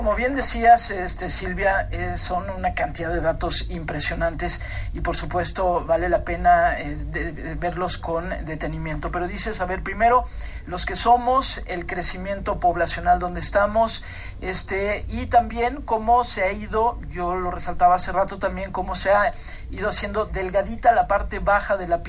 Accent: Mexico; ¿Cómo somos los mexicanos?

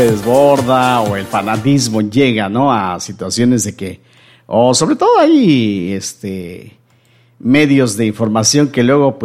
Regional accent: Mexico

